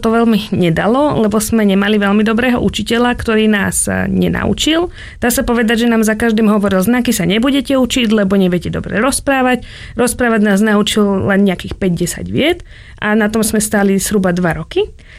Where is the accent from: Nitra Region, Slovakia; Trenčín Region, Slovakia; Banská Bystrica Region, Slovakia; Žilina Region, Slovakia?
Nitra Region, Slovakia; Šaľa; Áno, to je moje rodné mesto.